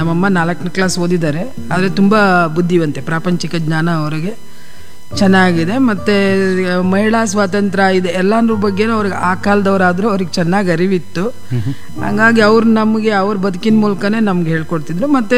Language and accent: Kannada; Konanur, Karnataka, India; also born or lived in Mallipatna; now in Belagavi, India; ನಾನು ಹಾಸನ ಜಿಲ್ಲೆಯಲ್ಲಿ ಕೊಣನೂರು ಅಂತ ಒಂದು ಗ್ರಾಮ ಇದೆ ರೀ, ಗಡಿ ಗ್ರಾಮ ಅದು ಕೊಣನೂರು. ಅದು ಕೊಡಗು ಮತ್ತು ಮೈಸೂರಿಗೆ ಅಂಟಿಕೊಂಡಂಗೆ ಕೊನೆ ಗ್ರಾಮ ಅದು ನಮ್ಮ ಜಿಲ್ಲೆಗೆ. ಅಲ್ಲಿ ಹುಟ್ಟಿದ್ದು.